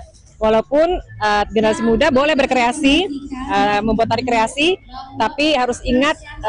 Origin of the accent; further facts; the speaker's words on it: Toraja, South Sulawesi, Indonesia; menurut kepercayaan kita orang Toraja